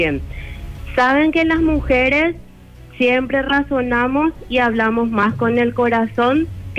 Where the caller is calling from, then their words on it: Lambaré, Central, Paraguay; De Lambaré